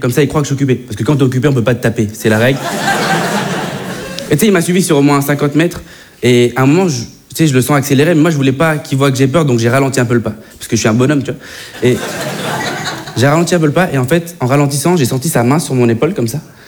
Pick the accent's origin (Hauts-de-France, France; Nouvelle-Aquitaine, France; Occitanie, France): Nouvelle-Aquitaine, France; Bordeaux; Moi je viens de Bordeaux, je sais pas s'il y en a qui me connaissent par applaudissement dans la salle.